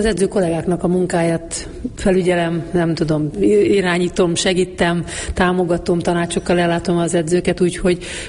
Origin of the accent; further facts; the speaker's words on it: Mureș County, Romania; now in Budapest, Hungary; én Erdélybe születtem, Marosvásárhely mellett, és hát Marosvásárhelyen kezdtem el igazán kézilabdázni.